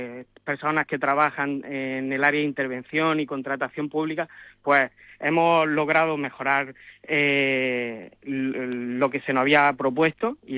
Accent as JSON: {"language": "Spanish", "town": "Huércal-Overa", "region": "Andalusia", "country": "Spain", "said": "Sigo trabajando por mi municipio, yo soy de Huércal Overa"}